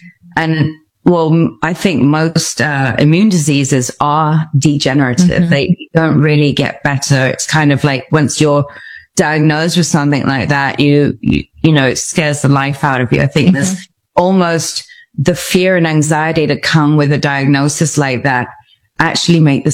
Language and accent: English; Stratford-upon-Avon, West Midlands, United Kingdom; moved away as an adult; also born or lived in Mexico; go back to England, because I'm obviously from Stratford-upon-Avon in England. You can tell by my accent. And so I decided to go home to England